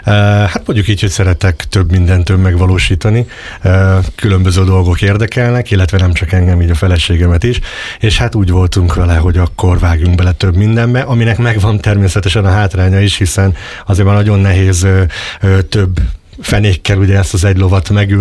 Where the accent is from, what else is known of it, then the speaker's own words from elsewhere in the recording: Balatonkeresztúr, Somogy, Hungary; born there; moved away as an adult; also born or lived in Fonyód / Budapest / Szeged; now in Keszthely, Hungary; ott nőttem fel, 8 éves koromban költöztünk családdal Balaton keresztúra, ahol fejeztem az általános iskolát, majd Fonyódon érettségiztem a gimnáziumba, onnan ugye hát azért az utam Budapest és Szegedre vezetett egyetemre